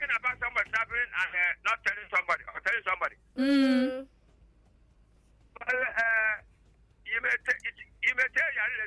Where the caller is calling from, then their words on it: Nigeria; from Agbodo in the local government area.